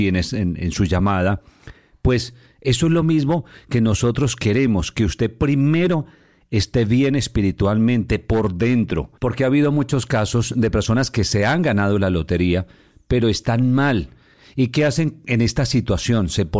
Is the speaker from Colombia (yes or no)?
yes; Colombia; now in Panama; es mi tierra, es mis raíces, de donde venimos.